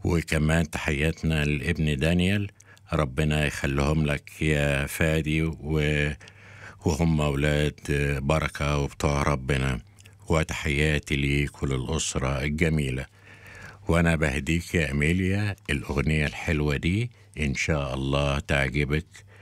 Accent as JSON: {"language": "Arabic", "country": "Egypt", "moved": "yes", "said": "بنقدم حاجة تليق بينا كمصريين،"}